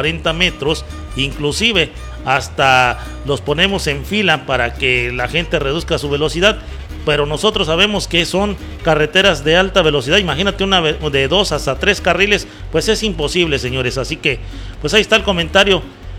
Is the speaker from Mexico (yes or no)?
yes; Huasteca, Mexico; de allá de donde es la estación, somos de la Huasteca, amigo